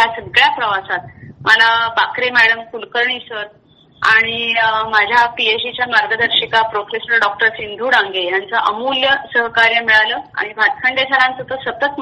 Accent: Thane, Maharashtra, India; मी ठाण्यातच जन्मले, वाढले आणि आताही ठाण्यातच राहते.

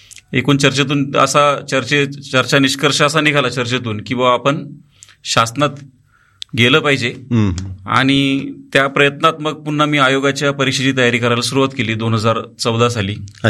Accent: Nashik district, Maharashtra, India; नाशिक जिल्ह्यात मालेगाव तालुक्यात आमचं एक सोनोज म्हणून गाव आहे, खेडेगाव आहे. त्या खेडेगावात आम्ही लहानाचे मोठे झालो.

